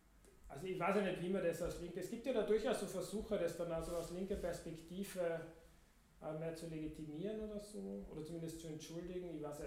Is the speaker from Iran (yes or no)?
no; Austria; sage ich jetzt als Österreicher